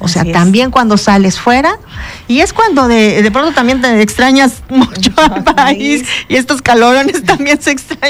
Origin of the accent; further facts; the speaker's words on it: Mexico; nosotros, de pronto, como mexicanos